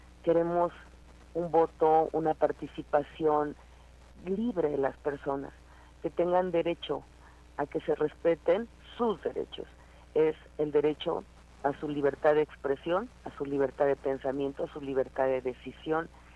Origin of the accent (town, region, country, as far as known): Tlaxcala, Mexico